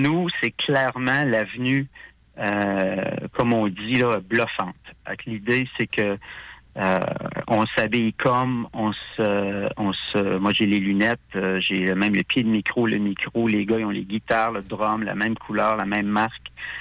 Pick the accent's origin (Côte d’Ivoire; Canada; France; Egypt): Canada; Thetford Mines, Quebec; moved away as an adult; now in Quebec City, Canada; Moi, je suis originaire de Thetford Mines.